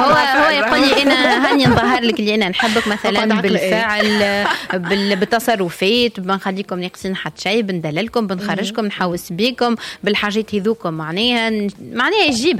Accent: Tunisia; اسمع انا ما نعرفش علاش بالرسمي لهجتنا التونسيه صعيبه على البلدان الاخرين الكل، واحنا نفهموا اللغات الاخرين الكل

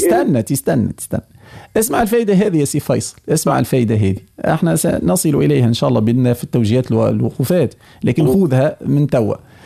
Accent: Tunisia; accent: Tunisian; احنا بلهجتنا التونسية

